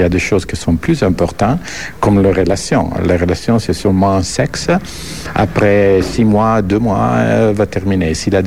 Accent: Italy; parce qu'elle est musulmane, je suis italien, je suis catholique, et on vient de deux cultures complètement différentes.

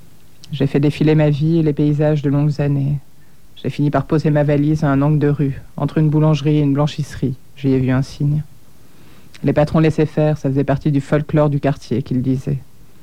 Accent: Geneva, Switzerland; born there; Je suis née au Pâquis

